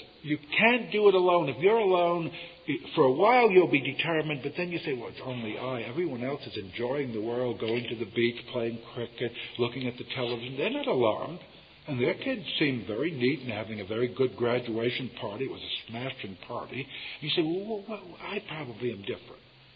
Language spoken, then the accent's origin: English; United States; I come from America where we got Texas.